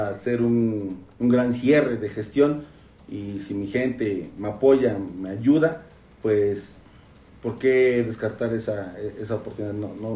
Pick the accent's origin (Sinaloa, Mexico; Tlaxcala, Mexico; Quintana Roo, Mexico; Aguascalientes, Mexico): Tlaxcala, Mexico; San Luis Teolocholco